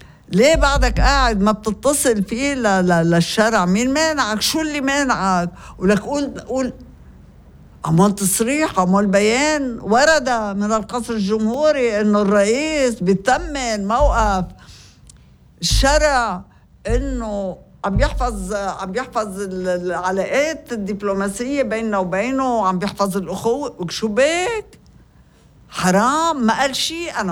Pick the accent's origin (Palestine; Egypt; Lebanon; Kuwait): Lebanon